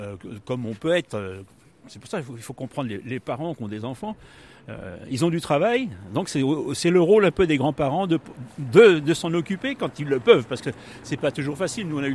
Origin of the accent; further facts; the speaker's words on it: Saint-Brieuc, Brittany, France; now in Dinan, France; À 60 km de là, donc à 50-60, à Saint-Brieuc. Mais ça n'a pas bougé comme a pu bouger Dinan. Bon, on y habite depuis 40 ans